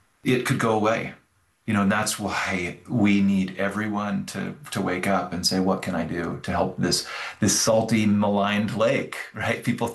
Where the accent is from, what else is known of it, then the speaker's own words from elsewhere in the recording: Orem, Utah, United States; Yeah, I grew up in Orem, Utah, just in Utah Valley, about half hour away from Great Salt Lake.